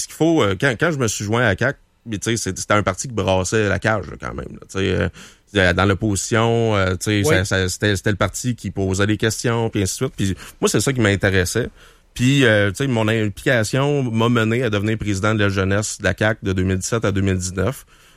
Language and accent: French; Waterloo, Quebec, Canada; Waterloo? Ouais, exact. Waterloo, bon, en Estrie, à côté de Granby.